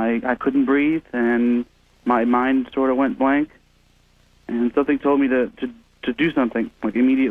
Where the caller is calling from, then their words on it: Florida, United States; I'm in Florida.